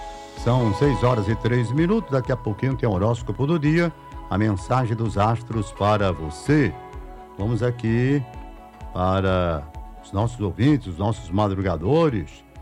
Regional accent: Fortaleza, Ceará, Brazil; now in Maranguape, Brazil; sou de Fortaleza, mas estou por um tempo aqui em Maranguape.

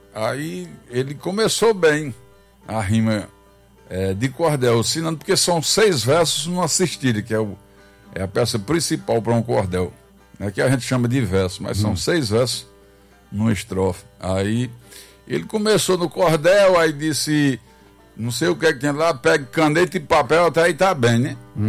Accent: Coremas, Paraíba, Brazil; moved away; Sou paraibano, filho de Coremas. De um lado Aguiar e do outro Emas, onde se vê serra que a vista se some.

